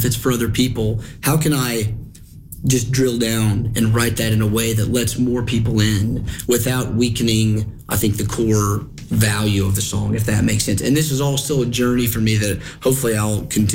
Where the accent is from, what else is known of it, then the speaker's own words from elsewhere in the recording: Morristown, Tennessee, United States; I grew up in Morristown, Tennessee.